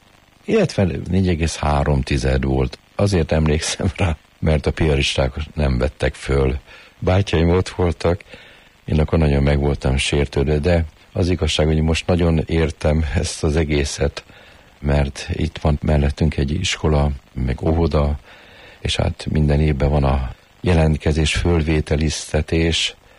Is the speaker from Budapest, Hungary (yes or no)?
yes; Budapest, Hungary; Várban nőttünk föl. Most a vár az egy akkora nagy játszótér